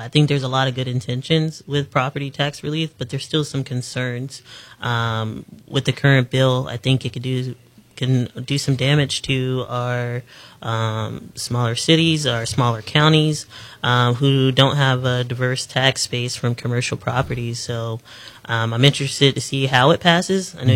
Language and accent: English; Texas, United States; born there; I was born in Texas.